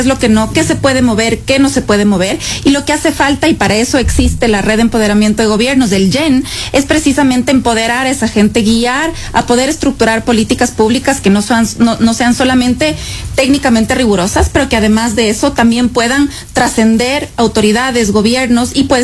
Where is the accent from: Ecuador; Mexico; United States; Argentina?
Ecuador; grandes necesidades de nuestras poblaciones están realmente dentro de nuestras propias capacidades como ecuatorianos, como gobernantes.